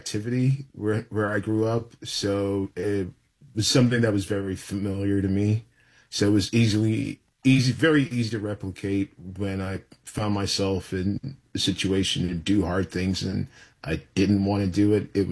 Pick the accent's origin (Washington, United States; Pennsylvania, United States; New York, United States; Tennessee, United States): New York, United States; because growing up in New York City, for a lot of us, we were taught they're rats with wings, basically.